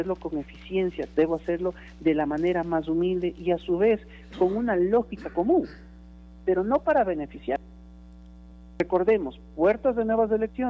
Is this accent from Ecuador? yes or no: yes; Ecuador; O sea, eso es lo que nosotros como ecuatorianos ya no queremos ver.